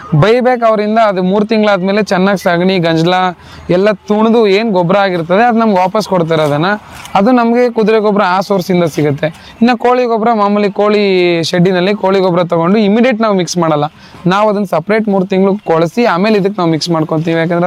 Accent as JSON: {"language": "Kannada", "town": "Devi Halli", "region": "Karnataka", "country": "India", "said": "Mandya district Nagamangala taluk ದೇವಿ ಹಳ್ಳಿ ಅಂತ ನಮ್ಮ ಗ್ರಾಮ."}